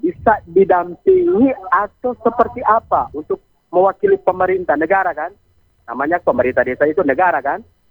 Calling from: North Sulawesi, Indonesia; dari Winorangian.

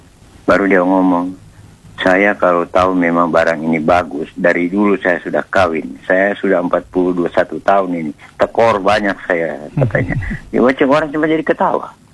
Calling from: Kubu Raya, West Kalimantan, Indonesia

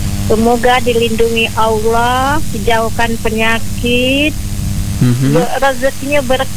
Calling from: Riau, Indonesia; di Sukajadi Putri Puyuh depan Ketam Putih

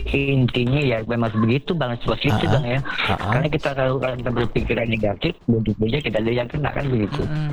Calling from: Jakarta, Indonesia; Oke, Prompat FM, saya dari Jakarta.

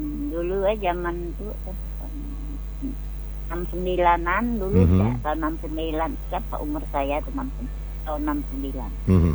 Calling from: Jambi, Indonesia; di dekat desa saya tuh di desa Parit di Gelam.

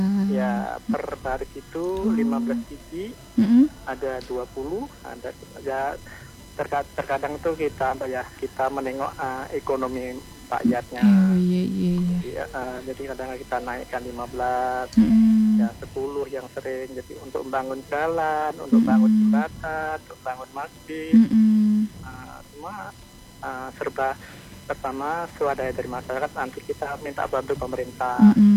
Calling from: Riau, Indonesia; ini kayak di daerah saya ini kan, Pulau Pinang Kailiri ini kan jalannya paling buruk.

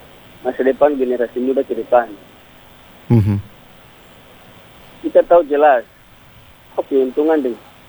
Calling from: Sorong, Southwest Papua, Indonesia; Saya juga sebagai warga Kota Sorong, dan kita semua sebagai warga Kota Sorong yang punya Kota Sorong ini

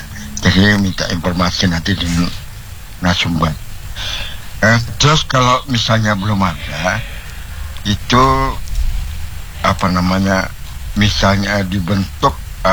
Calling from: Samarinda, East Kalimantan, Indonesia; Kebetulan kami orang Palaran, ya kan?

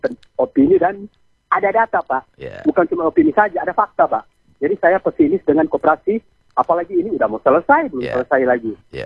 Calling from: Motoling, North Sulawesi, Indonesia; dari Motoli, Kabupaten Minas Selatan.

